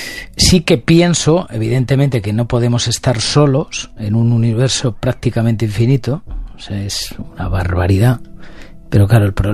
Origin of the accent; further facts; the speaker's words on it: Montiel, Castilla-La Mancha, Spain; born there; moved away; he estado en Castilla-La Mancha, en mi tierra, en Montiel